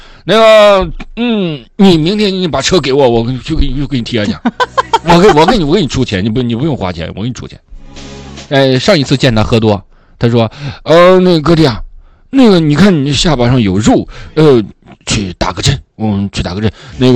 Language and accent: Chinese; Shandong, China; accent: Shandong dialect; now in Haikou, China; 关键是我说山东话，你能听明白不？是不是？啊，我也能用山东话来主持节目，